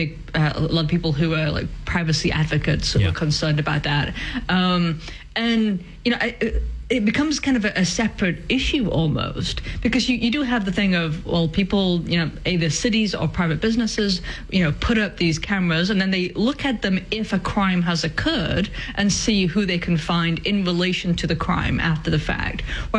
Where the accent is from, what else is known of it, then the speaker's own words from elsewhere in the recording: England, United Kingdom; moved away; I grew up in America, sorry, in England